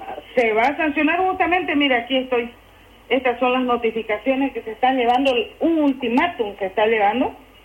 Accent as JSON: {"language": "Spanish", "country": "Bolivia", "said": "nuestra gente que vive, pisa, come aquí en nuestra tierra, que es Bolivia"}